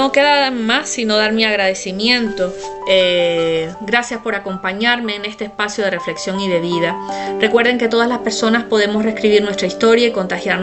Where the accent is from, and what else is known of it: Canary Islands, Spain